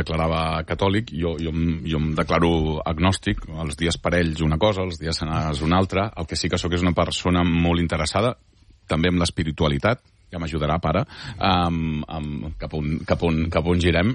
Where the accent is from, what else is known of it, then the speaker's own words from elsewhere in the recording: Catalonia, Spain; com a català